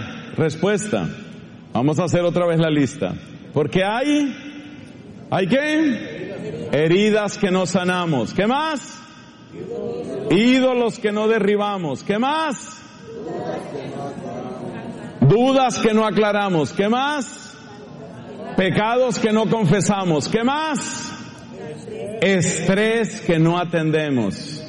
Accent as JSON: {"language": "Spanish", "country": "Colombia", "said": "yo, como colombiano, le tengo mucho cariño al plátano"}